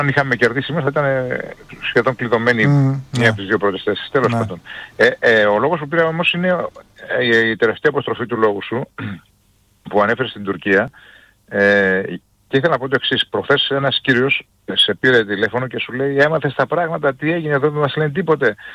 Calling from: Greece

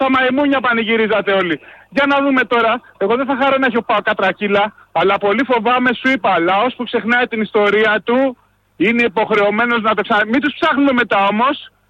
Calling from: Germany; είμαι από Γερμανία.

